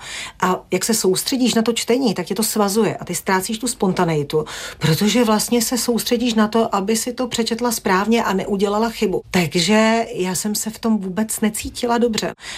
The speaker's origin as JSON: {"language": "Czech", "town": "Vimperk", "region": "South Bohemian Region", "country": "Czechia", "tie": "born or raised there", "also_born_or_lived": "České Budějovice", "moved": "as an adult", "lives_now": "Prague, Czech Republic", "said": "Rodačce ze Šumavy v Praze chyběla příroda"}